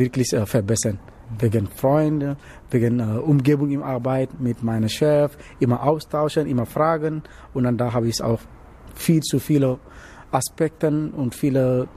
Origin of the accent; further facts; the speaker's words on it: Dakar, Senegal; German is a second language; now in Germany; Ja, ich komme genau da im Hauptstadt, also in eine Teile in der Stadtviertel.